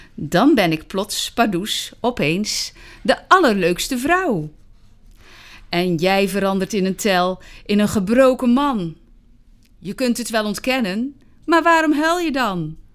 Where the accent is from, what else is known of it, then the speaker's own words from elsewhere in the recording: Amsterdam, North Holland, Netherlands; Ik kom uit Amsterdam.